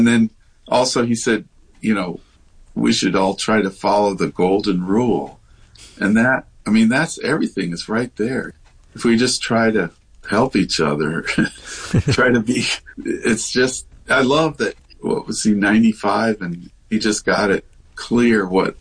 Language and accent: English; Denver, Colorado, United States; I grew up in Denver and I watched the Mickey Mouse Club on TV